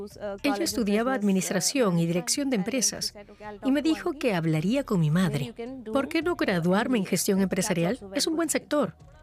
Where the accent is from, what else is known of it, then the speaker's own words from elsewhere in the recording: Karachi, Sindh, Pakistan; Crecí en Karachi. Mi padre trabajaba para el ferrocarril y tuvimos mucho espacio para jugar.